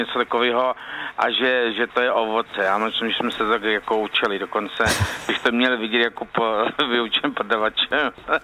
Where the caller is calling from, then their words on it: Hanušovice, Olomouc Region, Czechia; já jsem z Hanušovy, tady Olomoucký kraj.